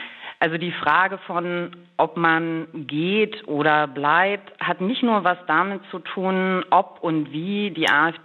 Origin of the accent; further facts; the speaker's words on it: Magdeburg, Saxony-Anhalt, Germany; Tatsächlich komme ich aus Magdeburg und bin hier Theaterschaffende und auch zuständig für das Landeszentrum Freies Theater Sachsen-Anhalt.